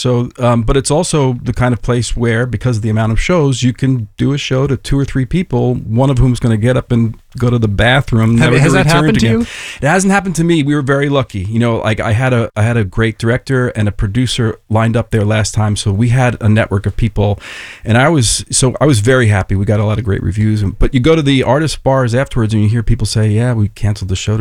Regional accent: Boston, Massachusetts, United States; I will definitely let everybody in Scotland know that I'm from Boston.

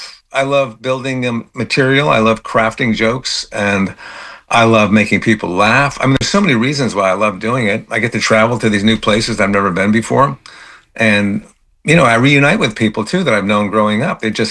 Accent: Bridgeport, Connecticut, United States; I grew up in Connecticut, Bridgeport, Connecticut. So I'm an East Coast guy.

